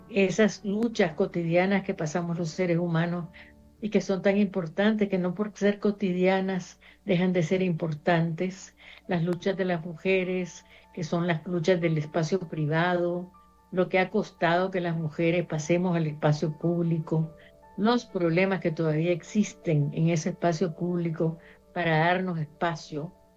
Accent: Nicaragua; moved away; soy la primera mujer centroamericana que gana este premio, la primera persona de Nicaragua

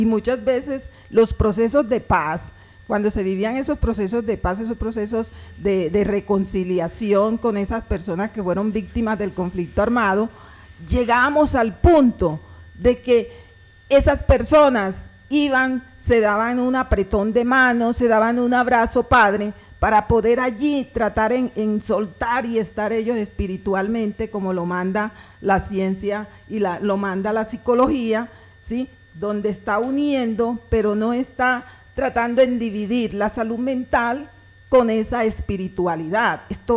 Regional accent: Urabá, Colombia; Yo soy del Urabá

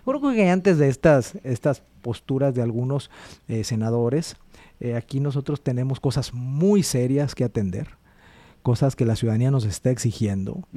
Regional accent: Sinaloa, Mexico; Los sinaloenses hoy necesitamos de esto.

